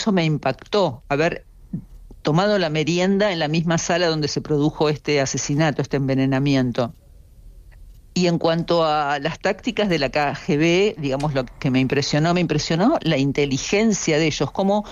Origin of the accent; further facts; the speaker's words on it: Argentina; bueno, yo soy argentina, pero digamos ese grupo de uruguayos